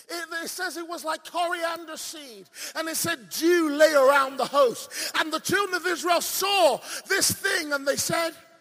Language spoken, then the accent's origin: English; England, United Kingdom; I was brought up in Nigeria in England.